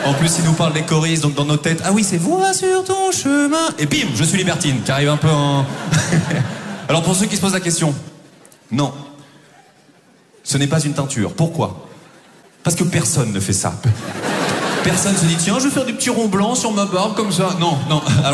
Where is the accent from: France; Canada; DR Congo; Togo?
France; Normandy; moved away as an adult; moi, je viens de Normandie.